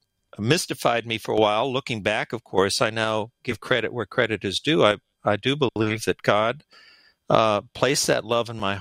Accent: Los Angeles, California, United States; born there; I was born in East Los Angeles on the wrong side of the tracks, which meant that I had never met a scientist in my life.

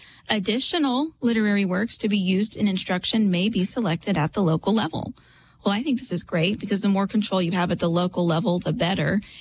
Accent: Texas, United States; my home state, Texas, had gone viral for

